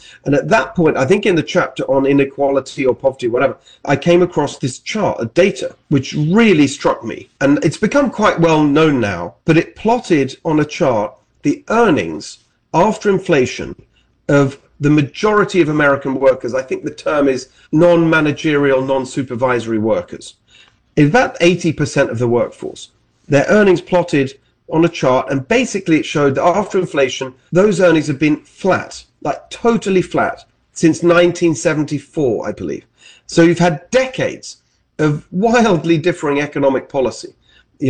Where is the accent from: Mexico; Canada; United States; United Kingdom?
United Kingdom; England; born there; I was born in England. My parents are Hungarian. My stepfather's Hungarian.